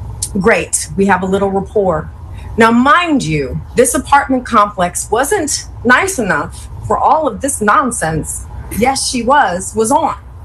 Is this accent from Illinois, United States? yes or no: no; Bucks County, Pennsylvania, United States; moved away; where I grew up in Bucks County.